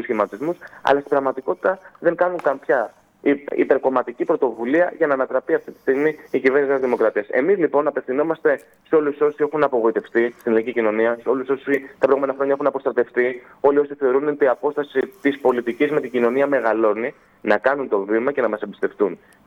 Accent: Rhodes, South Aegean, Greece; και εγώ κατάγομαι από τη Ρόδο

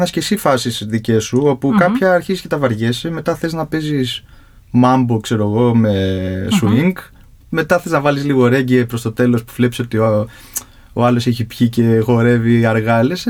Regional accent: Athens, Attica, Greece; also born or lived in Patras; now in Lesbos, Greece; Ενώ είμαι Αθηναίος

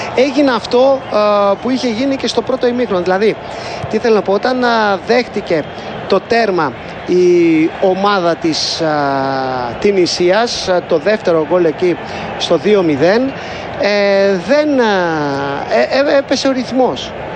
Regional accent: Greece; ότι είμαστε Έλληνες

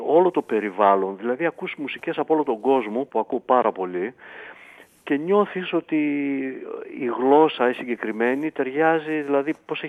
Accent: Larissa, Thessaly, Greece; moved away as an adult; now in Thessaloniki, Greece; Ναι, γεννήθηκα, μεγάλωσα στη Λάρισα, στο κέντρο της πόλης. Εκεί τέλειωσα και το σχολείο. Και μετά, με αφορμή τις σπουδές στη Γεωπονική εδώ στο Απιθύτα, έφυγα από τη Λάρισα, εγκαταστάθηκα στη Θεσσαλονίκη

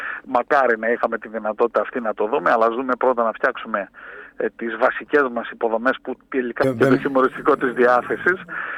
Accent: Central Macedonia, Greece; που λένε στο χωριό μου στη Χαλκιδική.

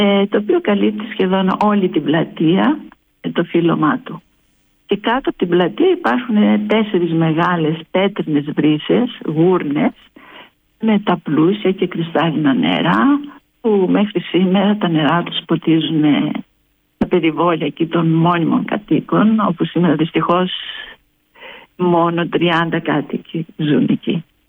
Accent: Thebes, Central Greece, Greece; Εγώ είμαι από τη Θήβα.

